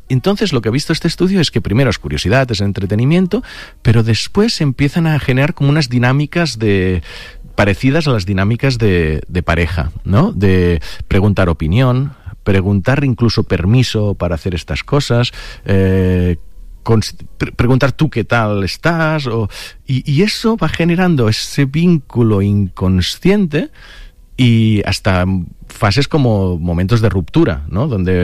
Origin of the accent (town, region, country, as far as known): Catalonia, Spain